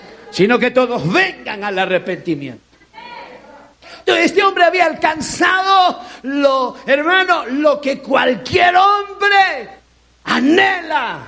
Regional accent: El Salvador; para los que somos del Salvador saben qué es chiribisco.

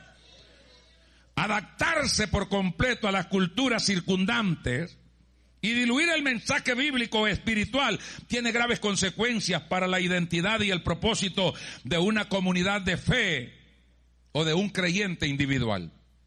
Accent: El Salvador; moved away; Los que venimos del Salvador y son de mi generación para atrás

